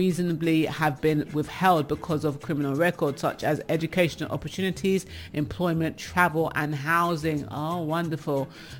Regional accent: Jamaica; but I am Jamaican.

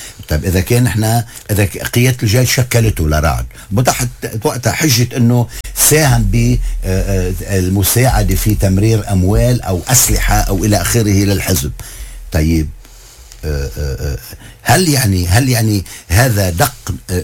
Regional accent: Lebanon; احنا عندنا بلبنان

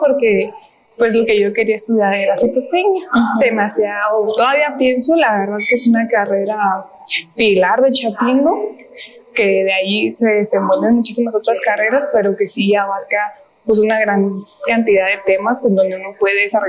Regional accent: Cuauhtémoc, Chihuahua, Mexico; yo soy originaria aquí de Cuauhtémoc, de Cuauhtémoc, Chihuahua.

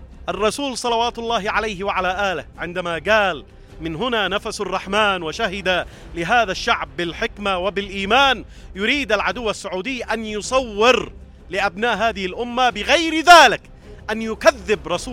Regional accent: Yemen; أبناء شعبنا اليمني

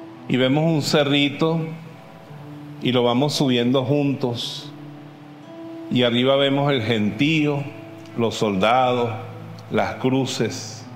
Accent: Costa Rica; Además, vengo de Costa Rica. Allá cuando uno cumple 60 años, ya no paga impuestos, ni autobús, ni nada.

